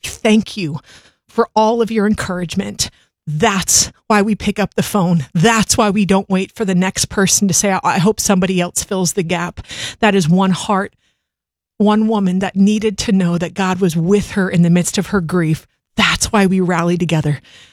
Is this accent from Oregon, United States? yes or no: yes; Boring, Oregon, United States; I'm from Boring, Oregon.